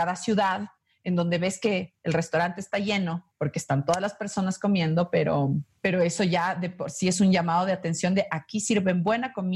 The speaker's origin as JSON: {"language": "Spanish", "town": "Quito", "region": "Pichincha", "country": "Ecuador", "said": "en la ciudad de Quito, yo soy quiteña"}